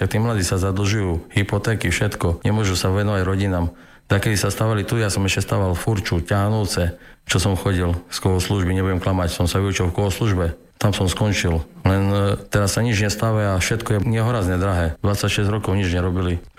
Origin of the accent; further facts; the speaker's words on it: Košice, Košice Region, Slovakia; Som Košičan 56 rokov, tu žijem v Košiciach